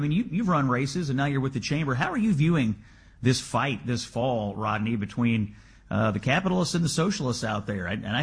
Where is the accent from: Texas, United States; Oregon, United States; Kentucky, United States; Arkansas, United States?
Kentucky, United States; born there; Kentucky, my home state.